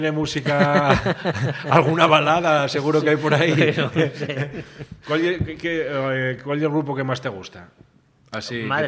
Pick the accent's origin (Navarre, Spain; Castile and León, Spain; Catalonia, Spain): Castile and León, Spain; Valladolid; Oye, que soy de Valladolid.